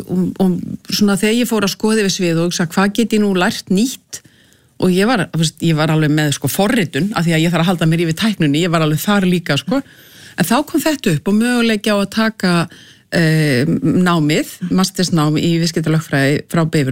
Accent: Reykjavík, Capital Region, Iceland; en ég uppalinn í Reykjavík, í skólagangan var hérna í Beðaltunni sko

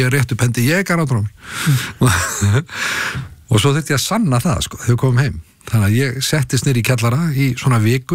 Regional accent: Kópavogur, Capital Region, Iceland; also born or lived in New York; Já, já, ég eldi upp í Kópavogur.

